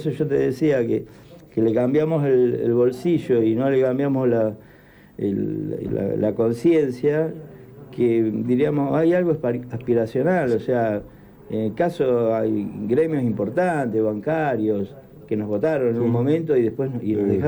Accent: Buenos Aires Province, Argentina; Yo soy muy bonaerense

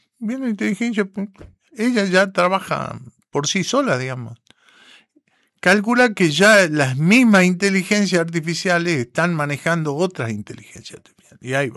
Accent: Jujuy, Argentina; yo soy de Jujuy. Ah, cierto que soy de Jujuy.

